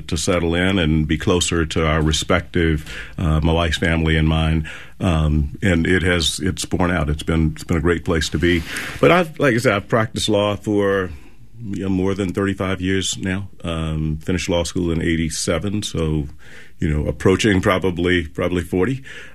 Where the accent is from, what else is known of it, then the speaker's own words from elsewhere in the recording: South Carolina, United States; moved away as an adult; also born or lived in Washington, D.C. / New Orleans; now in Charlotte, United States; It was closer to home for both of us. I grew up in South Carolina.